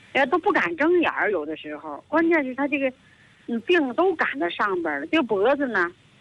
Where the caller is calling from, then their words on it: Shijiazhuang, Hebei, China; 我就是河北的，河北石家庄的。